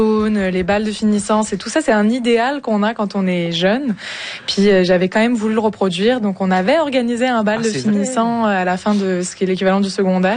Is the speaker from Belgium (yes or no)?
no; France; now in Matane, Canada; en tant que Français